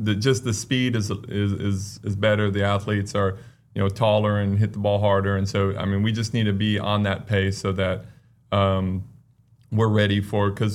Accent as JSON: {"language": "English", "region": "California", "country": "United States", "tie": "born or raised there", "said": "Well, so I grew up in California, and I played in high school."}